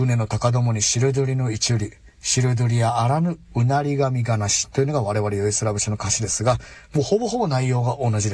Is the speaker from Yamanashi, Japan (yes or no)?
no; Urakami, Kagoshima, Japan; そして私の地元浦上町の浦上青少年団の8月踊り